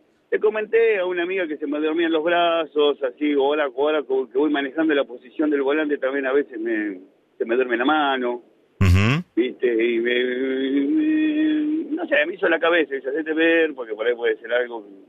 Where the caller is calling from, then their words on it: 25 de Mayo, Buenos Aires Province, Argentina; De 25 de mayo, ahora justamente estoy yendo para Navarro.